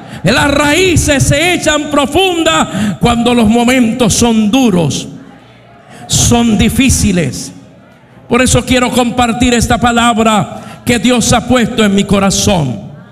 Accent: Puerto Rico; mi tierra, Puerto Rico.

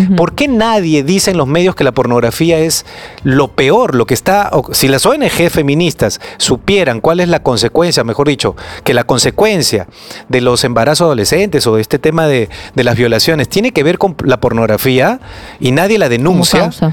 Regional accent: Peru

